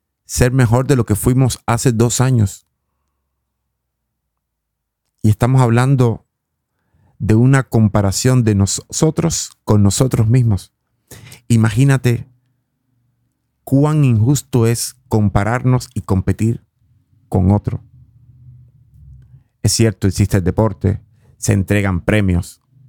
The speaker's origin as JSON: {"language": "Spanish", "region": "Colombian Pacific", "country": "Colombia", "said": "desde el Pacífico colombiano, de donde vengo yo."}